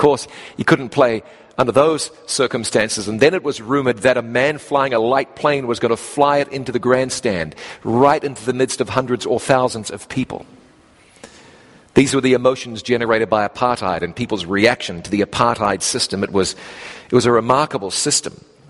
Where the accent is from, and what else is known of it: New Zealand; born or raised there